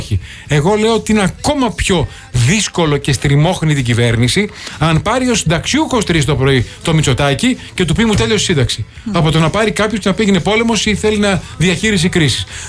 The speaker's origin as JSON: {"language": "Greek", "country": "Greece", "said": "σαν Έλληνας πολίτης."}